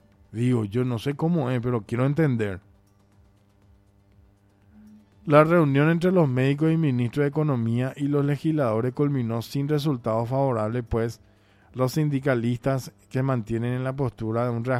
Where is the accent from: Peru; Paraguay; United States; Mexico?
Paraguay; Así somos nosotros los paraguayos.